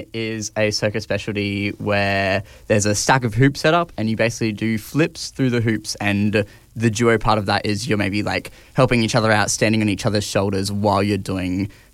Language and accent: English; Darwin, Northern Territory, Australia; I'm from Darwin.